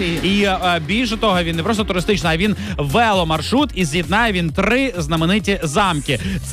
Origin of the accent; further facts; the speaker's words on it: Lviv, Lviv Oblast, Ukraine; Якщо ви там ще не були, я як львів'янин можу сказати, що я прям вам дуже-дуже раджу поїхати у ці замки.